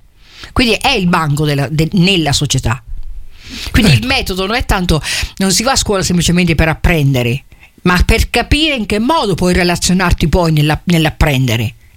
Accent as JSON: {"language": "Italian", "town": "Pollenza", "region": "Marche", "country": "Italy", "tie": "born there", "said": "sono partita da Pollenza"}